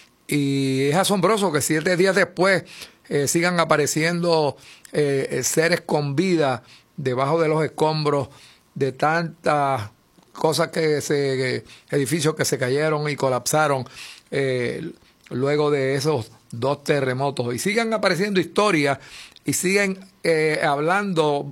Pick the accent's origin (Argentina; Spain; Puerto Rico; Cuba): Puerto Rico; San Sebastián; como dicen allá en mi pueblo de San Sebastián